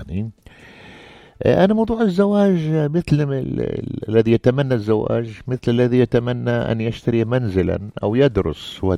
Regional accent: Amman, Amman Governorate, Jordan; moved away as an adult; also born or lived in Italy; وكنت شابا في عمان موظفا بسيطا في وزارة الثقافة

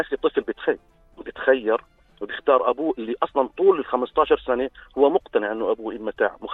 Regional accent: Jordan; إحنا في الأردن مذهبنا الفقهي مذهب الحنفي.

